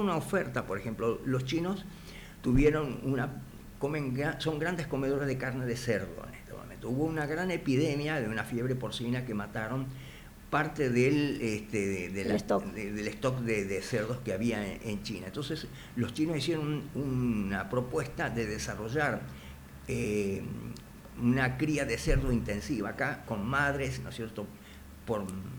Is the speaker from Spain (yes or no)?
no; Chacabuco, Buenos Aires Province, Argentina; yo soy de Chacabuco, acá en el pleno corazón de la Pampa Húmeda